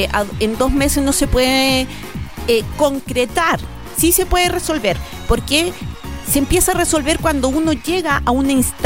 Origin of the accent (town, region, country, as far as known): Chile; now in Antofagasta, Chile